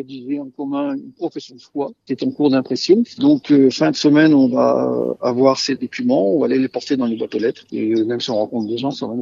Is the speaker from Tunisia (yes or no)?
no; Mont-Saint-Jean, France; born there; Moi, je suis né à Mont-Saint-Jean il y a 64 ans. J'ai fait une carrière un peu partout en France, voire au niveau international.